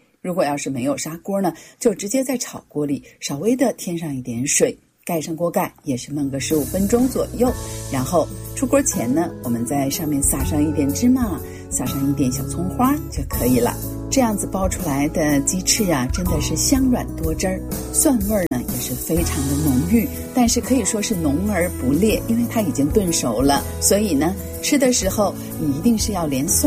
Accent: China; 我们中国人

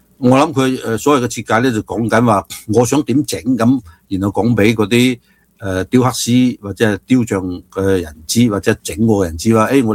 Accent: United States; 因为其实我作为美国人，我都唔好想要呢个大熊猫，

